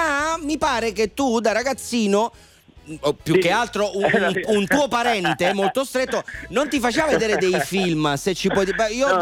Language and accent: Italian; Turin, Piedmont, Italy; come si dice dalle mie parti, Torino.